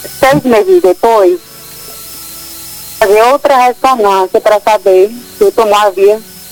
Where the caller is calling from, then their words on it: Fagundes, Paraíba, Brazil; Eu sou de Fagundes, no estado da Paraíba.